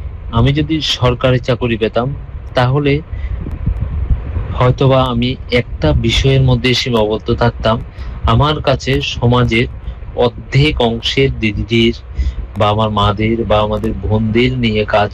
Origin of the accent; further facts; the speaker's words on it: Tripura, India; born there; আমার বাড়ি মতাই রাজনগর গ্রামে। আমাদের মূলত কৃষক পরিবার, কৃষি আমাদের মূল জীবিকা।